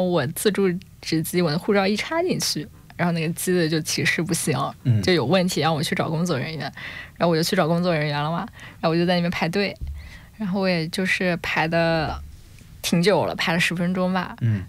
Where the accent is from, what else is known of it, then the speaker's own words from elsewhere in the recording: China; now in Australia; 我是从中国来了